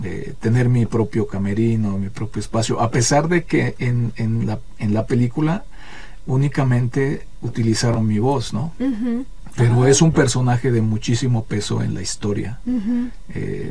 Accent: Huamantla, Tlaxcala, Mexico; tenemos muy buenos compositores en Huamantla, Tlaxcala.

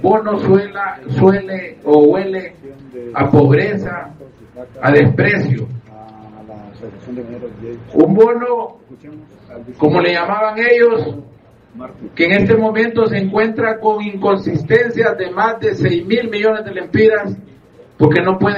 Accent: Olancho, Honduras; Yo personalmente, que soy de Olancho

